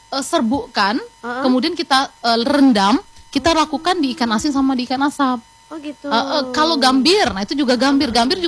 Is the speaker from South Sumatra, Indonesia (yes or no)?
yes; Lahat, South Sumatra, Indonesia; also born or lived in Palembang; now in Bengkulu, Indonesia; saya sebenarnya asalnya tuh bukan dari Bengkulu. Jadi asalnya dari Sumatera Selatan. Lama di nggak ngajar di Palembang, tapi aslinya Lahat gitu kan.